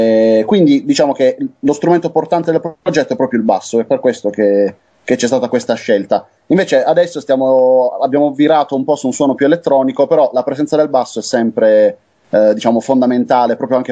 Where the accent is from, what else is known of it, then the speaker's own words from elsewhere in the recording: Apulia, Italy; noi abbiamo iniziato a suonare in Puglia, siamo cresciuti in Puglia anche musicalmente